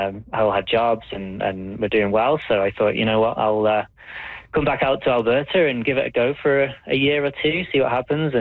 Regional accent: United Kingdom; moved away as an adult

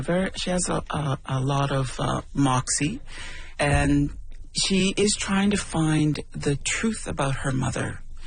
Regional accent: Temagami, Ontario, Canada; born or raised there

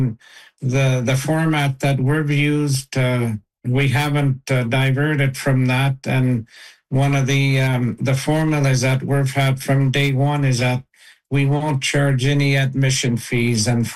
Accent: Kuujjuaq, Quebec, Canada; I'm from Kudjuruk, part of the Akpig Jam committee, volunteer committee.

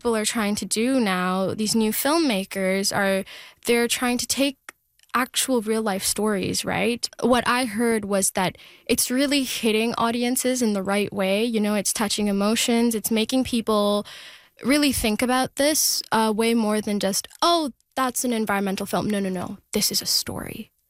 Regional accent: India; first language Telugu; English is a second language; media, which is, again, my native language. In Telugu media, they still put on plays.

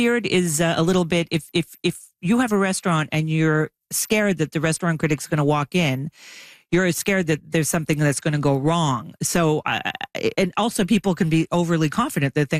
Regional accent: Montreal, Quebec, Canada; I grew up reading in the Montreal Gazette a woman by the name of Helen Rochester, who was the first restaurant critic in Canada.

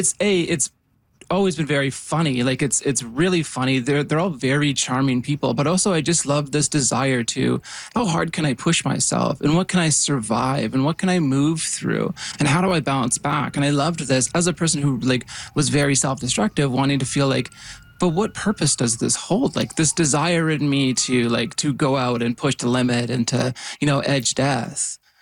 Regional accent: Yukon, Canada; I was a skate punk. I grew up in the Yukon.

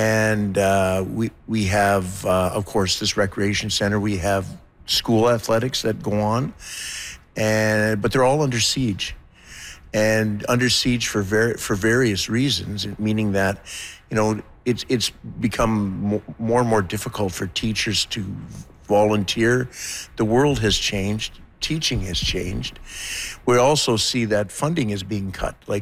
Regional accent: Hay River, Northwest Territories, Canada; And when I was a little kid growing up in Resin Hay River, we wanted to be like him. He was that good.

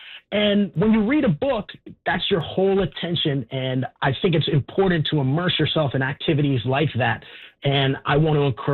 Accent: Canada; it really means a lot to me as a Canadian.

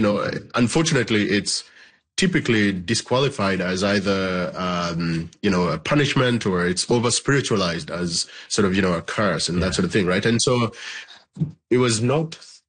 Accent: Uganda; now in Canada; So I was born and raised in Uganda. I'm a Ugandan Canadian now. And it's very true, that back home in Uganda, we don't have

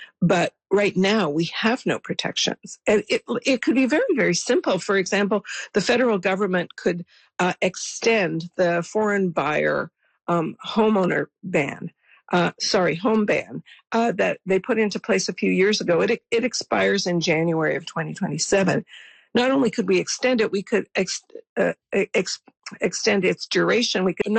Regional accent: Canada; we as Canadian taxpayers

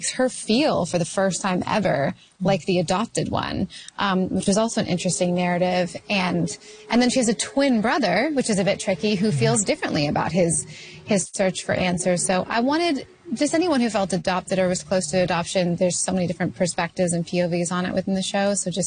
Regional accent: Canada; because I'm Canadian

